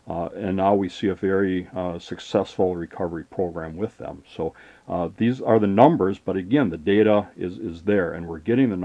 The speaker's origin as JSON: {"language": "English", "region": "Wisconsin", "country": "United States", "tie": "born or raised there", "said": "I was 30 years old, and I grew up in the North Country. And it's still, I remember it sitting there in a branch way up in northern Wisconsin."}